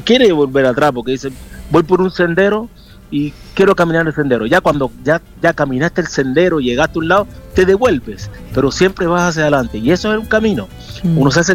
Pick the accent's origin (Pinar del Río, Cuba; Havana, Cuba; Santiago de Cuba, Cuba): Havana, Cuba; now in Santiago, Chile; Yo soy de La Habana.